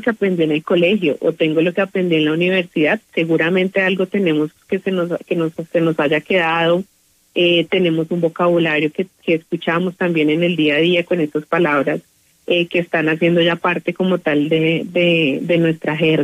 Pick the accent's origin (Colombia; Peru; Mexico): Colombia; nosotros como colombianos vamos a manejar un acento